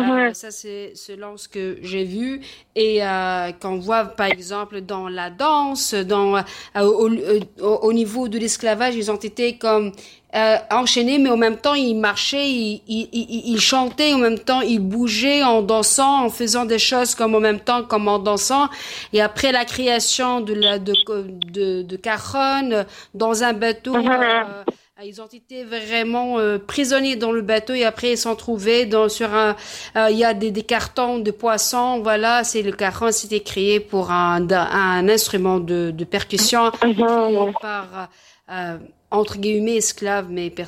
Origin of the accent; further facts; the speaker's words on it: Montreal, Quebec, Canada; Ah, moi je suis montréalaise. Ah, moi je suis très fière de l'être.